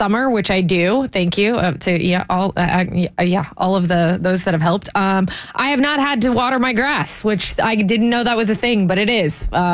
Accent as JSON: {"language": "English", "region": "Indiana", "country": "United States", "tie": "born or raised there", "moved": "yes", "lives_now": "Atlanta, United States", "said": "growing up in Indiana"}